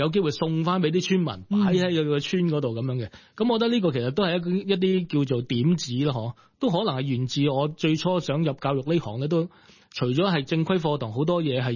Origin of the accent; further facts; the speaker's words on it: Tuen Mun, New Territories, Hong Kong; 唔係西貢，喺屯門。咁所以我其實有幾理解圍村啲文化嘅。